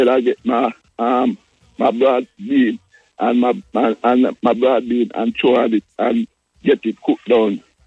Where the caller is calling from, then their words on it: Kingston, Jamaica; I'm calling from Alexander Road, Kingston 13.